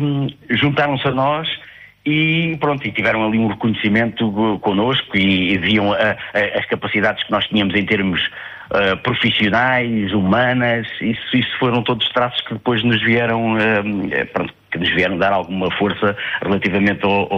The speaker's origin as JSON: {"language": "Portuguese", "country": "Portugal", "said": "E também as nossas características como portugueses, não é?"}